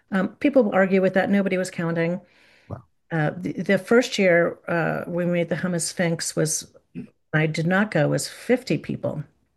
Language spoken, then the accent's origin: English; East Coast, United States; moved away; I grew up in the East Coast with lush greenery, so this is a very foreign environment for me.